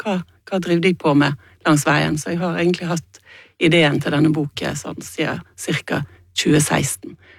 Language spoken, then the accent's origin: Norwegian; Bergen, Vestland, Norway; Ja, altså, jeg kommer jo fra Bergen